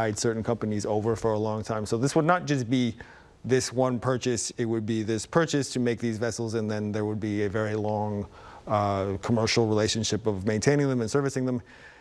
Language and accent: English; Canada; I grew up in Canada, and for most of my youth, I didn't even really know that my country had a military.